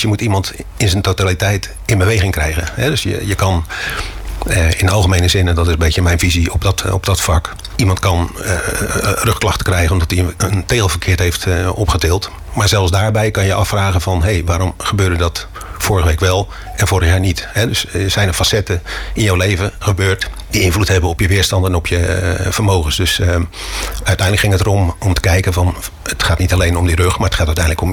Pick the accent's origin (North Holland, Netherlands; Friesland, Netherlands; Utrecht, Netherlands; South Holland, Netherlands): South Holland, Netherlands; Rozenburg; also born or lived in Heusden; Geboren in Heusden, in Brabant. Daar zijn we, omdat mijn vader bij Verholmen werkte, een scheepsvaartbedrijf, gingen we uit Brabant naar hier naar Rotterdam, naar Rozenburg.